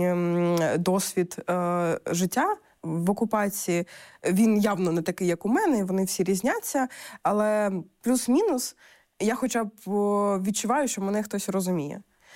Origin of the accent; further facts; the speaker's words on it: Simferopol, Crimea, Ukraine; і я з Сімферополя.